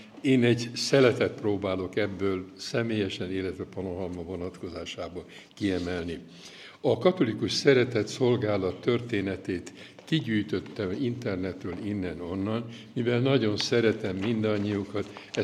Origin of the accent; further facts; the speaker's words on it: Sopron, Győr-Moson-Sopron, Hungary; Soproni vagyok, 500 méterre a bencés templom.